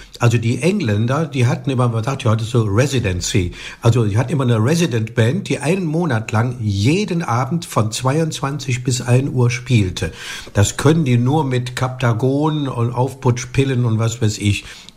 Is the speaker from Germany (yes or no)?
yes; Cologne, North Rhine-Westphalia, Germany; ich bin in Köln geboren, habe auch nie woanders als mitten in Köln gelebt.